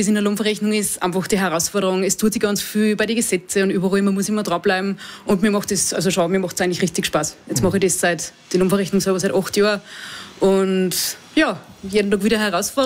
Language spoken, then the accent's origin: German; Seekirchen am Wallersee, Salzburg, Austria; ich bin aus Seekirchen gebürtig und wir fahren 40 Minuten am Attersee.